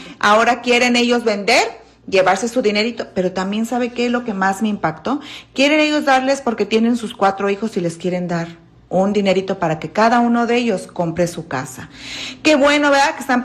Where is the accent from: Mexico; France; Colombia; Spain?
Mexico; Michoacán; No, soy de Michoacán.